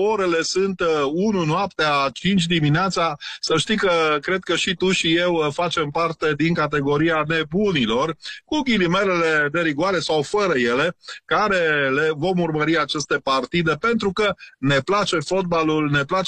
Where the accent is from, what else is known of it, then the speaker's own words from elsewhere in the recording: Romania; suntem în România, suntem români